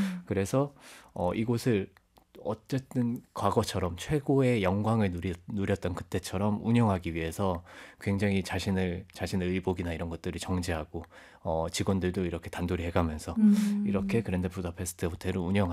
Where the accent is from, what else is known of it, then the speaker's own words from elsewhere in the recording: Gyeongsang, South Korea; moved away; 그 경상도 그 저희가 살던 고향에